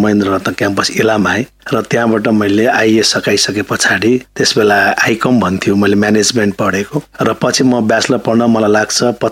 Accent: Taplejung, Koshi Province, Nepal; moved away as an adult; also born or lived in Ilam; now in Lalitpur, Nepal; म ताप्लेजुङको पनि असाध्यै दुर्गम गाउँ फ्रुम्बु भन्छौँ, यो झनै झनै 2-3 कोस बजारबाट टाढा पर्छ। र मेरो गाउँमा चाहिँ मावि स्कुल थिएन, म पढ्दाखेरि 7 कक्षासम्मको विद्यालय थियो।

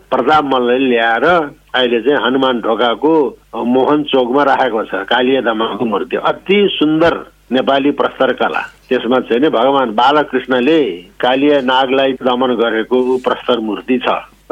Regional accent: Yangjakot, Gandaki Province, Nepal; मेरो गाउँ कास्की मादी गाउँपालिकाको वडा नम्बर 3 याङ्जोकोट हो

